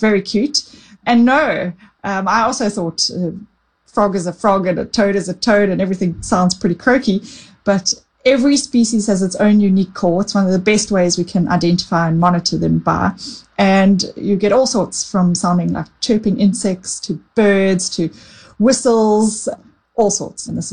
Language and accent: English; KwaZulu-Natal, South Africa; it was actually discovered in my hometown in the southern Drakensberg Mountains.